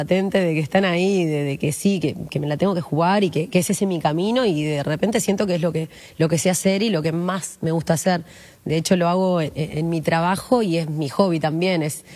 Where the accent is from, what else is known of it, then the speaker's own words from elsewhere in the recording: Minas, Lavalleja, Uruguay; Y cuando tenía 18, yo soy de Minas, sí, y siempre estuvo como muy marcada la idea de, bueno, haces el liceo y ahora tenés que estudiar algo